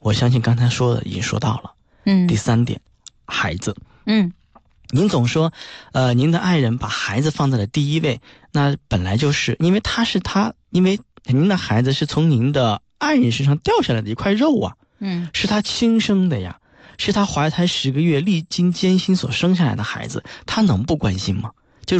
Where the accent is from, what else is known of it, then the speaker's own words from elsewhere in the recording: Hunan, China; 但是我是湖南人。